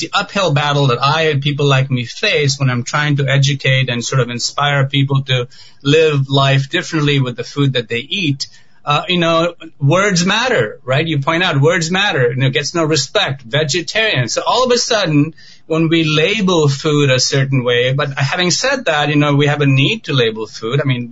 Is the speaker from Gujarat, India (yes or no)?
no; Mumbai, Maharashtra, India; moved away as an adult; And I grew up a vegetarian in India and in Mumbai, and I came to this country over 21 years ago.